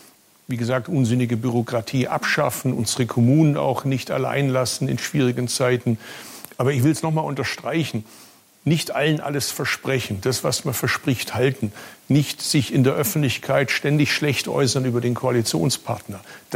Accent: Baden-Württemberg, Germany; Ja, wir treten etwas bescheidener auf als Baden-Württemberger, was nicht heißt, dass wir nicht auch Grund hätten, stolz zu sein

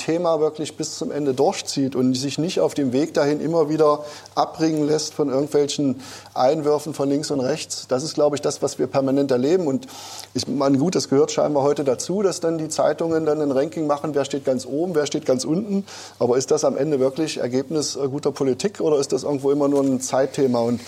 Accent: Saxony-Anhalt, Germany; Ich spreche jeden Tag mit den Menschen in Sachsen-Anhalt, in meiner Heimat, und erlebe ich das ja auch.

